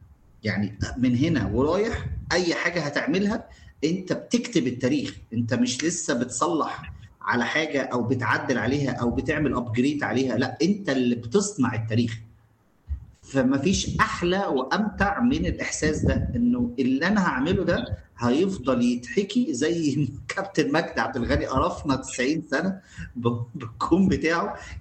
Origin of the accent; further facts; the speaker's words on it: Egypt; انا شخصيا كمصري